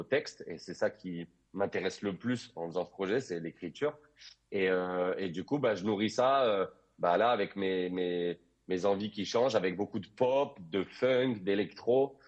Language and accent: French; Toulouse, Occitanie, France; Alors, moi, je suis né à Toulouse, j'ai grandi à Toulouse et je suis toujours à Toulouse.